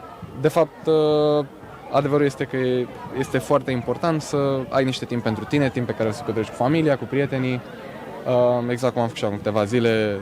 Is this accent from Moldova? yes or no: no; Romania; de unde ești? Și spun, e România